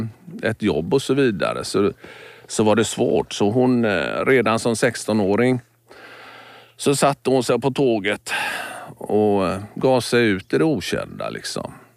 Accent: Gothenburg, Västra Götaland County, Sweden; also born or lived in Bohuslän; Jag var född och uppvuxen i Göteborg och i Bohuslän, så var ju havet aldrig långt borta.

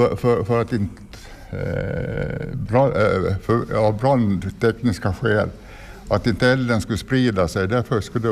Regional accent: Sweden; jag växte upp på Västra Splanadgatan 11

